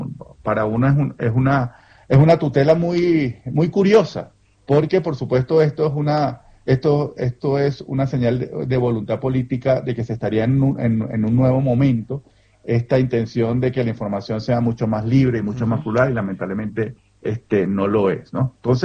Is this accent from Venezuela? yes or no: yes; Venezuela; moved away; Mira, yo como venezolano, como defensor de derechos humanos y sociólogo, por supuesto me gustaría que cualquier mecanismo que se habilitara diera una solución para la grave crisis venezolana y que todos pudiéramos regresar al país con seguridad